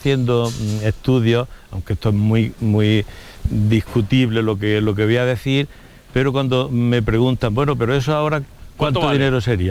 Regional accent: Valdepeñas de Jaén, Andalusia, Spain; Yo nací aquí en Valdepeñas. He desarrollado mi trabajo aquí en Valdepeñas como maestro y director de un colegio. Mi mujer es de Valdepeñas, mis hijos nacieron aquí

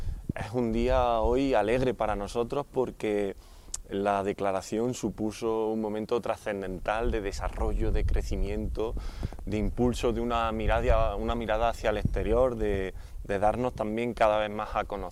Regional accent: Úbeda, Andalusia, Spain; los que somos de Úbeda

